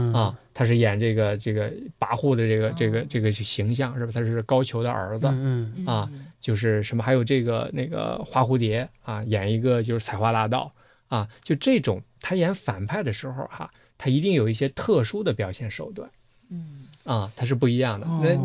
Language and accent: Chinese; Shandong, China; 我山东人嘛